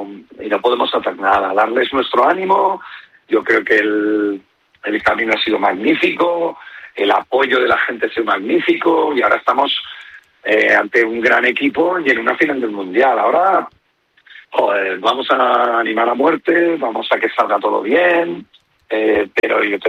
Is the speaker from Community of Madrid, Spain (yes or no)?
yes; Madrid, Community of Madrid, Spain; yo soy de Madrid